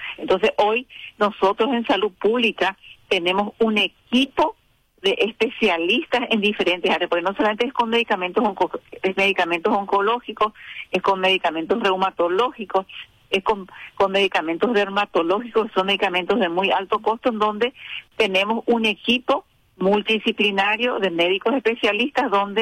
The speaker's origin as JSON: {"language": "Spanish", "country": "Paraguay", "said": "tenemos como ciudadano paraguayo"}